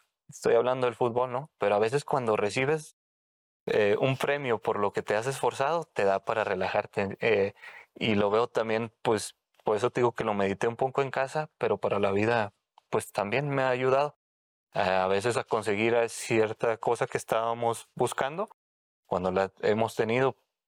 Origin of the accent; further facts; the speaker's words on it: Monterrey, Nuevo León, Mexico; Yo soy de Monterrey.